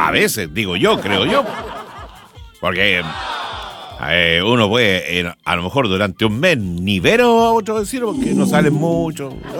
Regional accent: Chile; ¿Somos o no somos solidarios los chilenos?

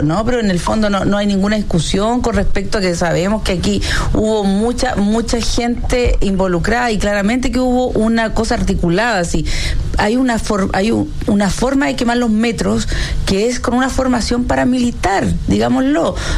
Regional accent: Chile; ¿por qué no la pusieron para que nosotros, como chilenos, pudiéramos hacer justicia?

